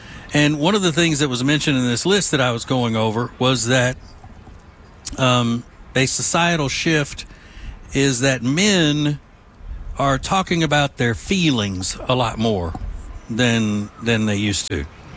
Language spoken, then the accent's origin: English; Louisiana, United States; I am a huge LSU fan because I was raised in Louisiana.